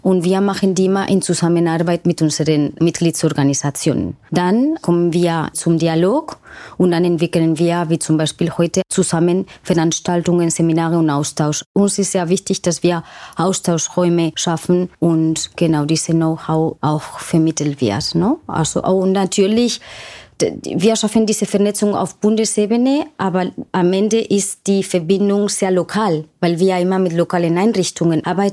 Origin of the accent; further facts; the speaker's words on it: Spain; now in Berlin, Germany; ich komme aus Spanien.